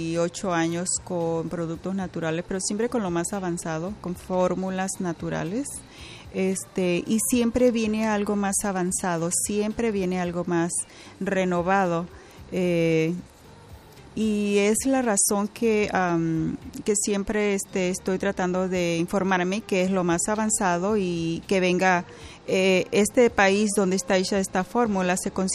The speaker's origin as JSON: {"language": "Spanish", "town": "Culiacán", "region": "Sinaloa", "country": "Mexico", "said": "Yo soy de México, del estado de Sinaloa."}